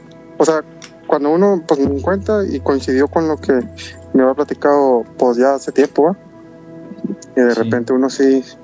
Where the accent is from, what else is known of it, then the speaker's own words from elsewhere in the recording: Tamaulipas, Mexico; Ok, bueno, sí … de Tamaulipas.